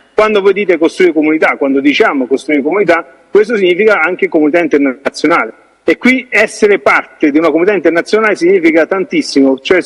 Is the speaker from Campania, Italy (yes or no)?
yes; Benevento, Campania, Italy; Io vengo da Benevento, dalla Campania